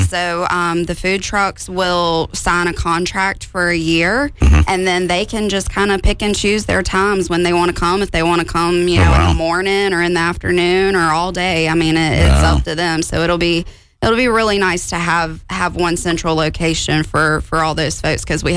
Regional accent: Sumter, South Carolina, United States; I'm back to my hometown. The song … I think that's pretty representative of me now.

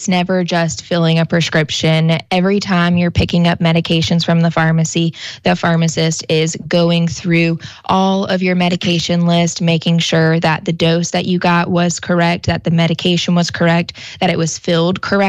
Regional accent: Manning, South Carolina, United States; now in Sumter, United States

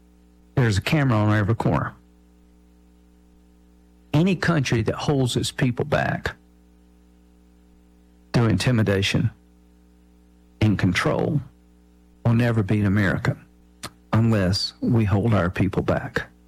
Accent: Central, South Carolina, United States; I grew up in Oconee County, Pickens County, right? Grew up in Central. Everybody in my family, Pickens County, live in Oconee now.

